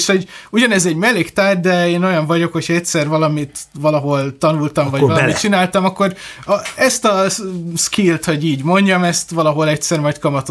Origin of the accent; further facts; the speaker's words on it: Pécs, Baranya, Hungary; moved away; én Pécsről jövök, ott jártam az ottani zeneiskolába, illetve még a középiskolát, Konzit, illetve a gimnáziumot is ott végeztem.